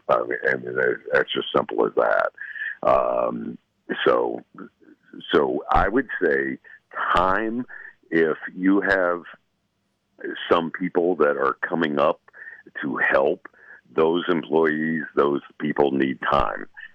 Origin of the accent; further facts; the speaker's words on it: West Virginia, United States; this being my hometown